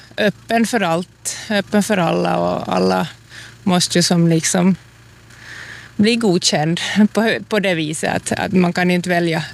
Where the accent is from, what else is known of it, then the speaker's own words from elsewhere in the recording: Larsmo, Ostrobothnia, Finland; Ja, jag är uppväxt i Larsmo och bor här nu också.